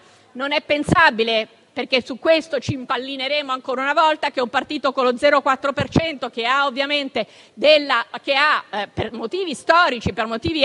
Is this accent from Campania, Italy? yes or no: no; Trentino-Alto Adige, Italy; tutte le leggi elettorali si sono impiccate sul Trentino Alto Adige, la mia terra. La mia terra è una terra che nessuno conosce realmente, tranne noi che ci siamo cresciuti e che siamo vissuti e che viviamo in quella terra.